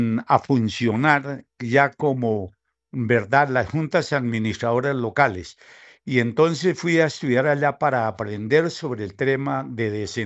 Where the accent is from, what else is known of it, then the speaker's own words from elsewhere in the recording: Sutamarchán, Boyacá, Colombia; la deliciosa longaniza de mi pueblo en Sutamarchán.